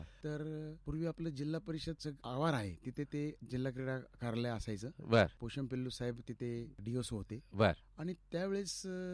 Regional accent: Ahmednagar, Maharashtra, India; माझं बालपण नगर शहरातलाच सांगली येथे राहत होतो.

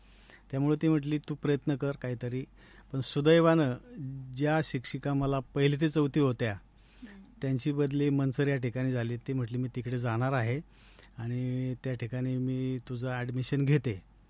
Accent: Umraj, Maharashtra, India; now in Ahmednagar, India; माझं बालपण, माझं गाव उमरज जुन्नर तालुक्यामध्ये, उमरज या गावीच गेलं मी। आमचं गावापासून 1-2 किलोमीटर आतमध्ये खेडेगाव आहे, सोंडेवाडी असं वाडी आहे छोटीशी, आणि त्या वाडीमध्येच गेलं।

